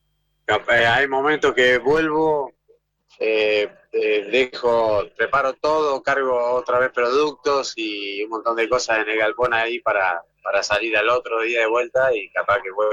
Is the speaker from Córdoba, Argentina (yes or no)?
no; Olavarría, Buenos Aires Province, Argentina; now in Las Flores, Argentina; Me fui a Olavarría a vivir, porque yo soy de Olavarría. Y volví a Las Flores de vuelta, así que hace 3 años que estoy acá, que me vine a Las Flores.